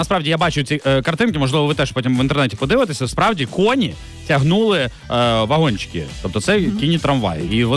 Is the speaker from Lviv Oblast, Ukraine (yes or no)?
yes; Lviv, Lviv Oblast, Ukraine; now in Kyiv, Ukraine; приїжджаємо до Львова, а там, значить, по Львову, по моєму рідному